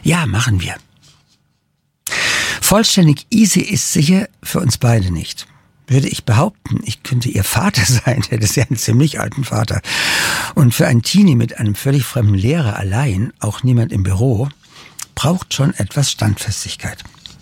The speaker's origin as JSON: {"language": "German", "town": "Darmstadt", "region": "Hesse", "country": "Germany", "tie": "born or raised there", "said": "Ein plötzlich rosa Himmel und ich freue mich an meine Heimatstadt, freue mich des Lebens."}